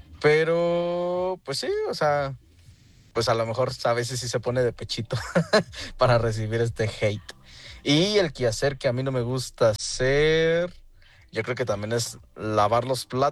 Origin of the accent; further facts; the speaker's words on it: Mexico; bueno, en mi caso que yo apoyo a Argentina en los partidos, soy mexicano, ¿no? Tengo que apoyar a México al 100%